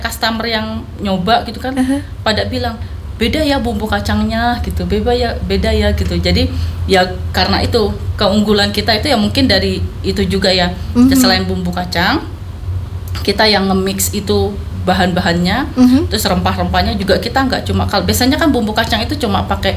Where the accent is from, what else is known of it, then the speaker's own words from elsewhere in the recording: Bangka Belitung Islands, Indonesia; moved away; memang saya kan asli dari Bangka. Kita kalau dari Sumatera gitu kan